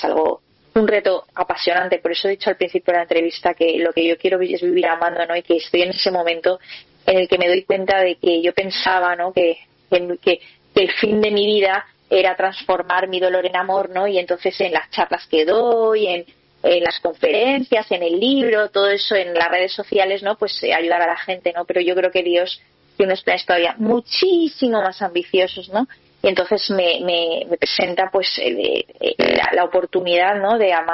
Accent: Valencia, Valencian Community, Spain; en un encuentro del que yo tenía en Madrid, yo soy de Valencia, y me fui a Madrid

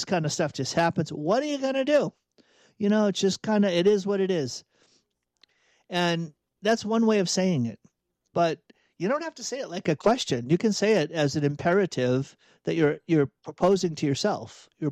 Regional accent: Massachusetts, United States; Now, I grew up in outside of Boston, and if you're in New England and you can kind of scrape all the way down to New York and New Jersey, you're going to hear that phrase

